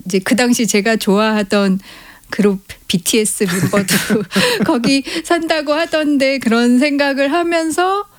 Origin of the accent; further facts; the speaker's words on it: Seoul, South Korea; 서울에서 태어나서 한 평생을 살았지만 저는 한강이 그렇게 넓은 강인 줄을 그 시기에 처음 안 거예요.